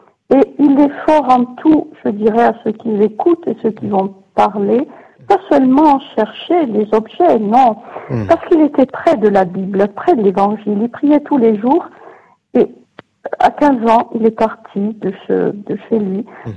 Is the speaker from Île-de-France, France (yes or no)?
no; Corsica, France; comme on disait chez nous en Corse